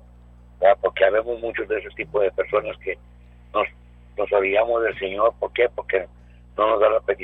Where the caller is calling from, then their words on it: Donna, Texas, United States; De aquí, de Dona.